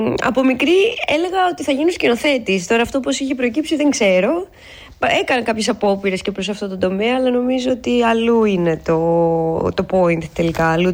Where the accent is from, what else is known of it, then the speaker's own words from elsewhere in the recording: Athens, Attica, Greece; Γεννήθηκα και μεγάλωσα στην Αθήνα, σε μια οικογένεια όπως όλοι μας.